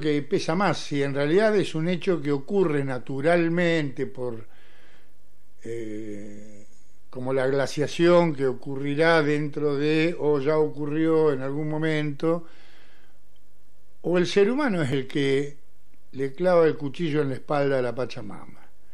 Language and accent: Spanish; Argentina; Los argentinos, que tenemos una historia formidable de lucha, ¿no?